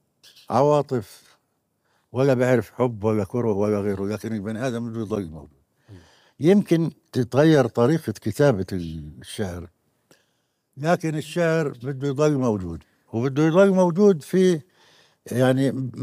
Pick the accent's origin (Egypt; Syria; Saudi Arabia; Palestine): Palestine; وباجي أنا فلسطيني